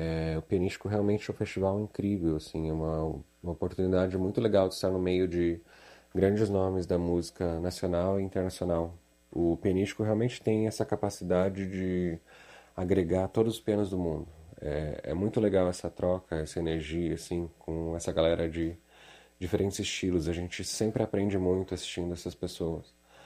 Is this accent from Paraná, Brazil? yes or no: yes; Curitiba, Paraná, Brazil; moved away; also born or lived in Joinville; sou pianista, professor de piano, sou natural de Curitiba, mas eu tenho uma ligação muito grande com Joinville.